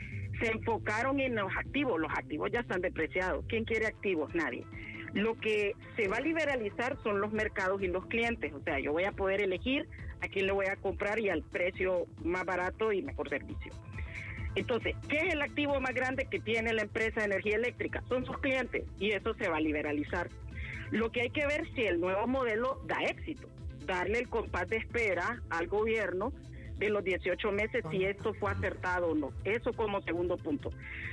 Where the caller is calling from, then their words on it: Honduras; nosotros como pueblo hondureño